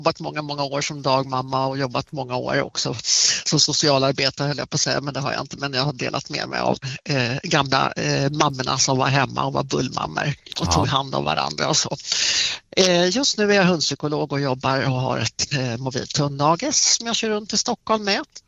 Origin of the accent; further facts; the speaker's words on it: Italy; Jag är från Italien så att jag tutar en hel del.